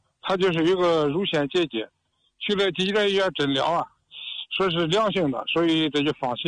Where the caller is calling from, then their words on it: Baoding, Hebei, China; 我是河北保定的。